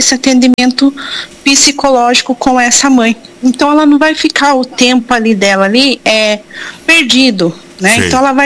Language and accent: Portuguese; Rafard, São Paulo, Brazil; born there; Sou de Rafar.